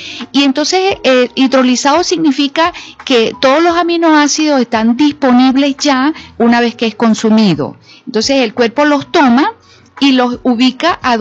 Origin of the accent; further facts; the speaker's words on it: Sanare, Lara, Venezuela; yo soy de Sanare, de un pueblo